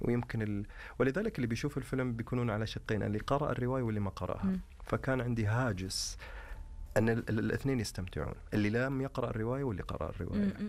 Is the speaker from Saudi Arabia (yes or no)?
yes; Saudi Arabia; لنا كسعودي كم عرب ومسلمين